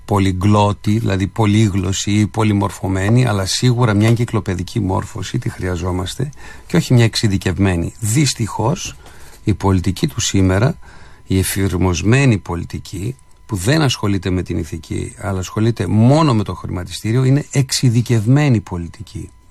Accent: Greece; με την ίδια μας φυσιογνωμία ως Έλληνες.

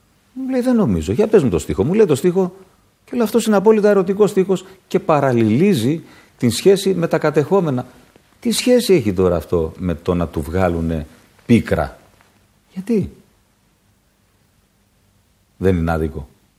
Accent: Greece; moved away; Εγώ, ο ίδιος μετανάστης

